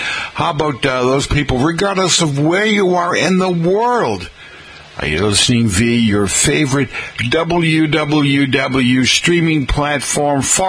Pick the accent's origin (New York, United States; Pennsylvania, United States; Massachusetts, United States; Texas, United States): Massachusetts, United States; Middleborough; hi, Beth, I'm from Middleborough